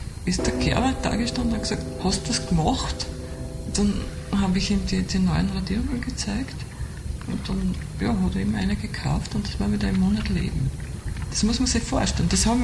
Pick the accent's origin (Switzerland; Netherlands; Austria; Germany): Austria; Gosau, Upper Austria; Aufgewachsen bin ich in Gosau, auch dort geboren, also wie das noch üblich war, im Haus meiner Eltern geboren.